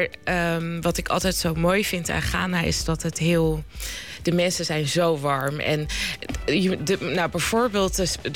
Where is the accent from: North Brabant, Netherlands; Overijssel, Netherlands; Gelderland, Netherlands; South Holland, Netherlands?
South Holland, Netherlands; The Hague; born or raised there